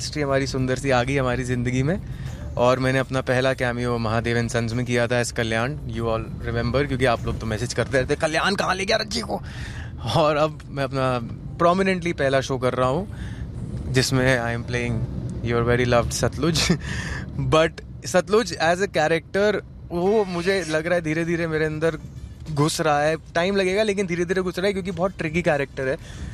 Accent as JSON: {"language": "Hindi", "town": "Kanpur", "region": "Uttar Pradesh", "country": "India", "tie": "born or raised there", "also_born_or_lived": "Delhi", "moved": "as an adult", "lives_now": "Mumbai, India", "said": "मैं कानपुर से हूँ, वहीं पला बड़ा हूँ, वहीं पे स्कूलिंग और कॉलेज भी मैंने वहीं पे किया था, क्योंकि मैं एक्टिंग स्कूल के लिए बाद में बाहर आया था दिल्ली, पर बॉम्बे में अभी 3.5-4 साल पहले ही आया हूँ।"}